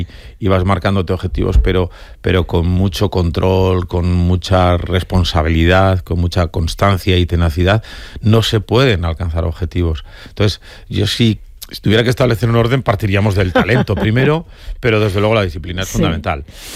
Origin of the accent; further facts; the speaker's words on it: Pamplona, Navarre, Spain; also born or lived in Pontevedra / Madrid; Yo soy de Pamplona y empecé a estudiar música en... Bueno, claro, yo nací con la condición de mi ceguera